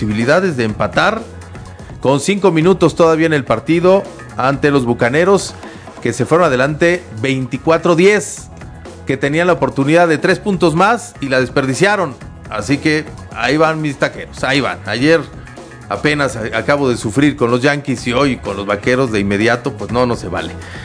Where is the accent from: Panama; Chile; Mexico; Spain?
Mexico; somos mexicanos y estamos juntos y todos queremos un mejor servicio de salud, por ejemplo.